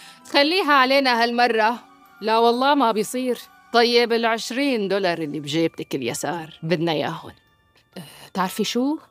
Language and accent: Arabic; Syria; نحن كسوريين صرنا بنعرف إنه نحن قدام مرحلة جديدة